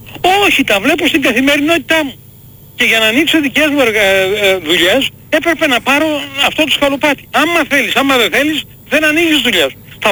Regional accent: Greece; born there; moved away as an adult; 25 χρονών έφυγα από την Ελλάδα εγώ.

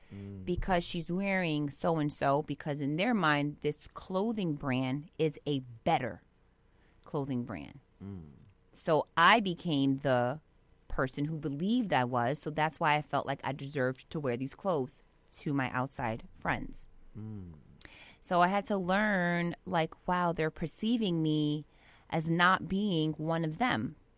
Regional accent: New York City, New York, United States; I'm a Harlem native.

